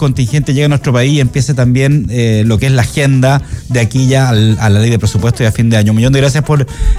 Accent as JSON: {"language": "Spanish", "country": "Chile", "said": "las cosas que nos tenemos que traer como chilenos desde Londres, desde España"}